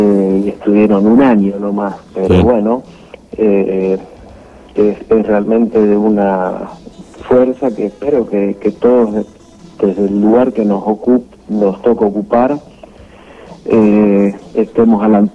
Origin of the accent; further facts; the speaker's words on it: Cipolletti, Río Negro, Argentina; soy oriundo de Cipolletti, pero me toca estar en la federación por mi trabajo, uh-huh. en Neuquén.